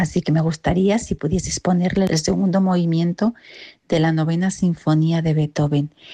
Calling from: Segovia, Castile and León, Spain; de Segovia

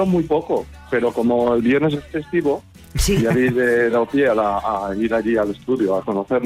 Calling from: Valencian Community, Spain; soy un pueblo de Valencia.

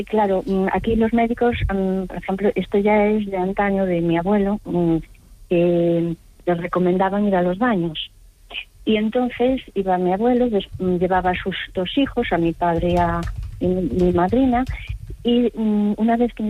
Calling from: Galicia, Spain; Pues mire, yo les llamo para decirle que soy de Galicia profunda, de cerca de la raya con Portugal

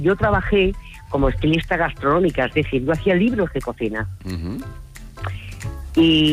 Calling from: Oviedo, Asturias, Spain; Soy de Oviedo, mira. A mí me pone cocinar.

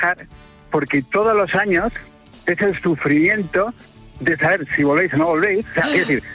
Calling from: Catalonia, Spain; del Pirineo de Leria ahora mismo estoy en tren.

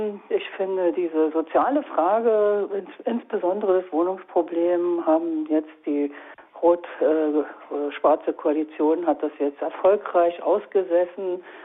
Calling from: Berlin, Germany; ich rufe aus Britz an.

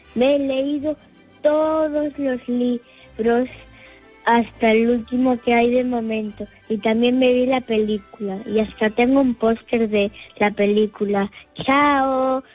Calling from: A Coruña, Galicia, Spain; tengo 8 años y vivo en La Coruña.

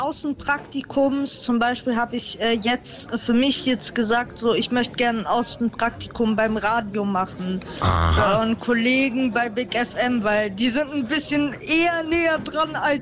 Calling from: Heidenheim, Baden-Württemberg, Germany; ich komme aus Heidenheim, ich komme gar nicht aus... Brandenburg und Berlin. Ich komme aus Baden-Württemberg.

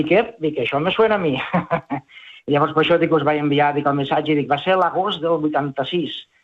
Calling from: Tàrrega, Catalonia, Spain; aquí, a Tàrrega

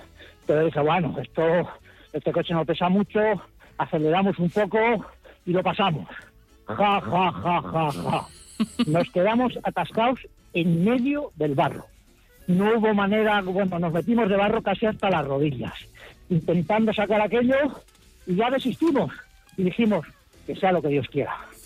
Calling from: Punta del Moral, Huelva, Andalusia, Spain; Sí, pues ahora mismo estoy caminando por aquí, por la Punta del Moral, haciendo el deporte diario. Pero yo a lo largo del mundo he viajado mucho.

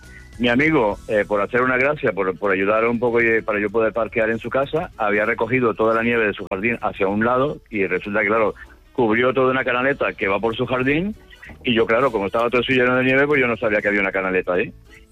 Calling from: Norrbotten County, Sweden; yo vivo en Kolis, que queda al norte de Suecia, la frontera con Finlandia.

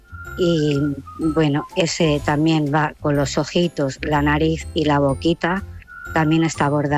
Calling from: Vilafranca del Penedès, Catalonia, Spain; Yo te llamo desde Vilafranca del Penedès, Barcelona.

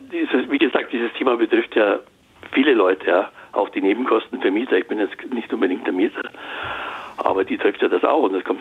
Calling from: Kolbermoor, Bavaria, Germany; Ich komme aus Kolbermoor in der Nähe von Rosenheim.

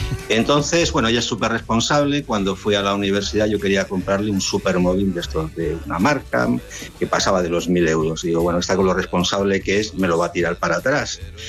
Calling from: Guadalajara, Castilla-La Mancha, Spain; soy de Guadalajara.

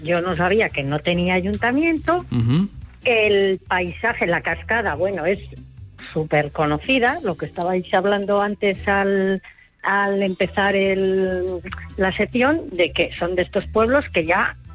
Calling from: Burgos, Castile and León, Spain; Soy de Burgos

